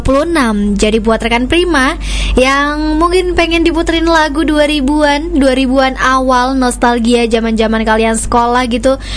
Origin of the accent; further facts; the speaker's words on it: Jakarta, Indonesia; Bukan orang Indramayu, emang kita orang Betawi ya.